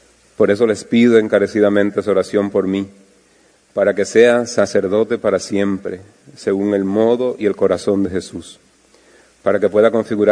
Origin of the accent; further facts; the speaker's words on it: Enriquillo, Barahona, Dominican Republic; Gracias también a toda la gente de mi tierra, de Enriquillo, que está aquí conmigo también